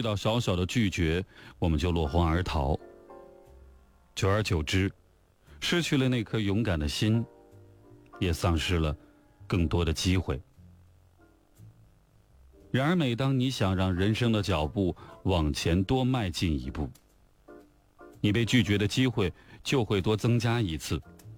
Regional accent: China; 嗨，我是中国的一名博主，采访过全球很多的企业家

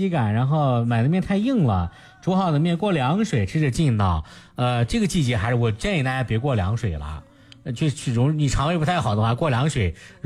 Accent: Shanxi, China; 我们山西这边的炸酱面用这个曲沃的黑酱炒味道会更好一些。

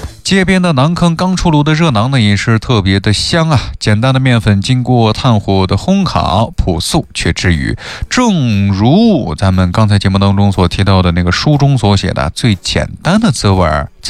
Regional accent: Xinjiang, China; 真的是啊咱们新疆人独有的夏日智慧啊。

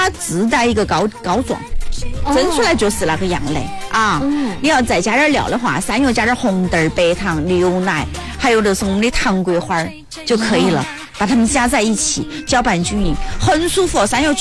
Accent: Jiangxi, China; 平时我们江西人还喜欢拿藕来煨汤

